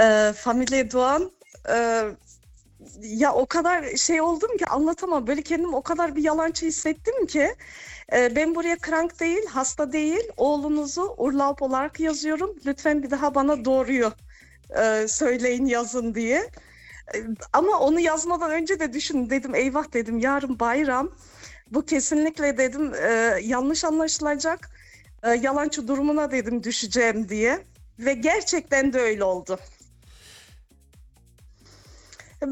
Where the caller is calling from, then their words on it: Stuttgart, Baden-Württemberg, Germany; Ben Stuttgart'tan arıyorum.